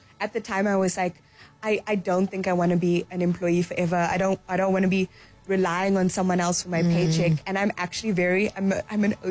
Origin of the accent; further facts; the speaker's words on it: Zimbabwe; And I think especially as a woman of color growing up in Zimbabwe, you're taught this is the box and this is the space that you can occupy.